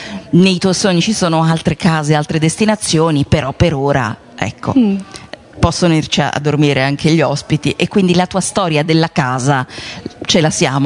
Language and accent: Italian; Brianza, Lombardy, Italy; io sono brianzola